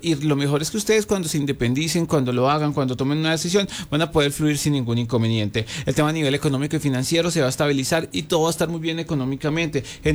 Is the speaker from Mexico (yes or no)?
no; Colombia; tenemos más fuerte nuestra oración como ser, como colombianos